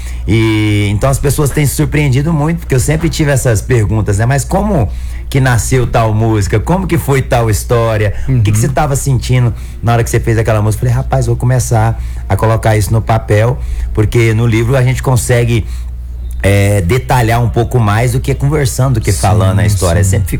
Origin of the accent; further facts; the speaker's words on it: Nova Ponte, Minas Gerais, Brazil; also born or lived in Uberlândia / Araxá; Nasci em Uberlândia, Minas Gerais, fui criado em Nova Ponte. Ali em Nova Ponte, com 8 para 9 anos